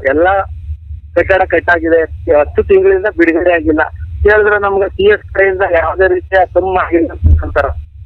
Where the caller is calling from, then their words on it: Huvinakola, Karnataka, India; ಹೂವಿನಕೊಳದಿಂದ, ಮುನಿನಹಳ್ಳಿ ಗ್ರಾಮ ಪಂಚಾಯತಿ ಮಾಜಿ ಉಪಾಧ್ಯಕ್ಷರು.